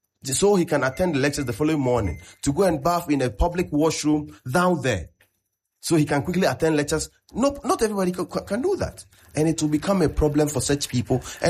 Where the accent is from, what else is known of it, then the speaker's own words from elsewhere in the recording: Kumasi, Ashanti, Ghana; moved away as an adult; now in Accra, Ghana; I came from Kumasi. I'm not an Accra boy. I came from Kumasi